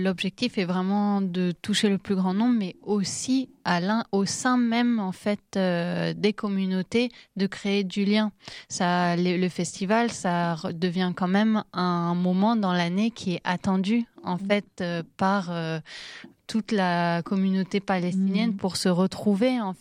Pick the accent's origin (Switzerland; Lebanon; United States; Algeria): Lebanon; moi personnellement, je ne suis pas palestinienne, je suis libanaise